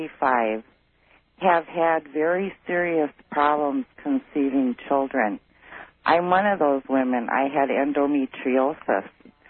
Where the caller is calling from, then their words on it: Milwaukee, Wisconsin, United States; I'm calling from Milwaukee, Wisconsin.